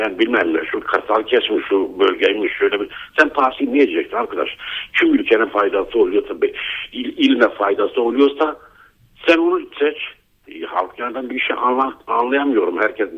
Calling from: Nurdağı, Gaziantep, Turkey; Ben Gaziantep Nurdağ'dan arıyorum

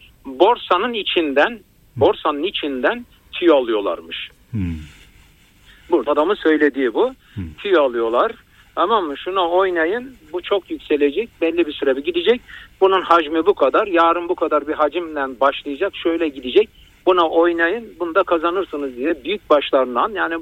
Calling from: Istanbul, Turkey; Ben İstanbul'dan.

